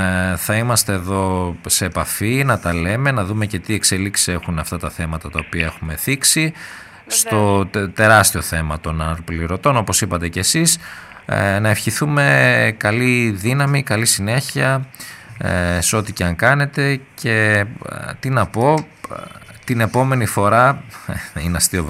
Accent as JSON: {"language": "Greek", "country": "Greece", "said": "σαν Έλληνες"}